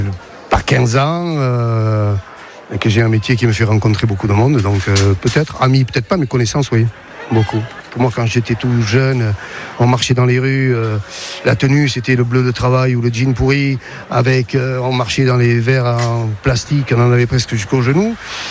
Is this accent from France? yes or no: yes; Saint-Martin-de-Seignanx, Nouvelle-Aquitaine, France; j'ai 68 ans et je suis de Saint-Martin-de-Seignanx.